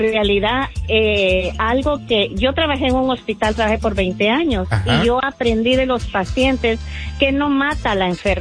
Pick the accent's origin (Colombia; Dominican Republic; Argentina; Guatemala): Guatemala; La Gomera, Escuintla